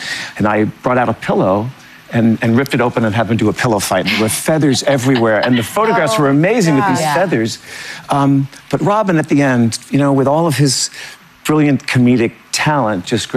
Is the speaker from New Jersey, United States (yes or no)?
yes; New Jersey, United States; I'm from New Jersey.